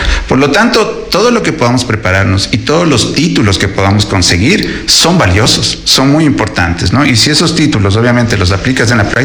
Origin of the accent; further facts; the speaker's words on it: Ecuador; los ecuatorianos